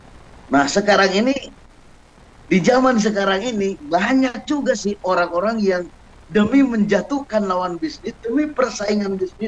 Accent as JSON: {"language": "Indonesian", "town": "Bandung", "region": "West Java", "country": "Indonesia", "said": "kita orang Bandung ini penuh kekhawatiran."}